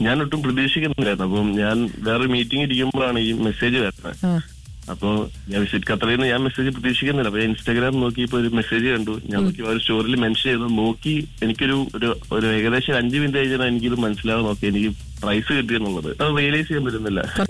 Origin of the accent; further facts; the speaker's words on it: Kottayam, Kerala, India; moved away; നാട്ടിൽ കോട്ടയം.